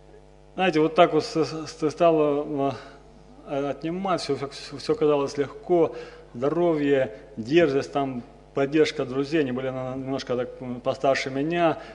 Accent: Nevinnomyssk, Stavropol Krai, Russia; Приехал я с Кавказа, Северного Кавказа, со Ставрополя, город Невинномысск.

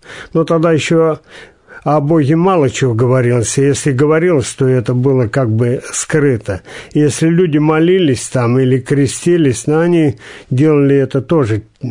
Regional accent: Tula Oblast, Russia; Я родился в Тверской губернии, как сейчас она называется. Раньше она была Калининская. И когда мне было 3 года, родители привезли меня в Тульскую область, и я там рос 3 года, с 3 лет и до возраста 16.

